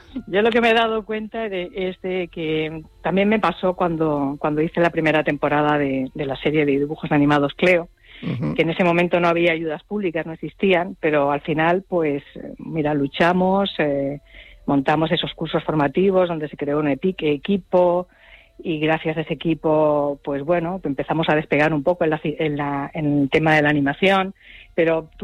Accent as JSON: {"language": "Spanish", "town": "Valencia", "region": "Valencian Community", "country": "Spain", "tie": "born there", "moved": "yes", "lives_now": "Tenerife, Spain", "said": "Valencia es donde yo nací"}